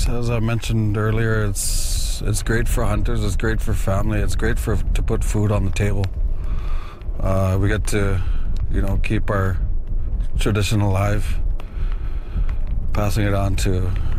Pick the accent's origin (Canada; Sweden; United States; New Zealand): Canada; Puvirnituq, Quebec; I remember when I was growing up in Pontnatuk, there was a quite large amount.